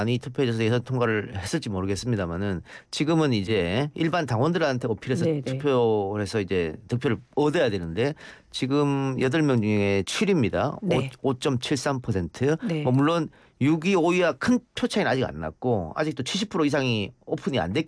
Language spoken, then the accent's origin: Korean; Andong, North Gyeongsang, South Korea; 저도 고향이 경북 안동이어서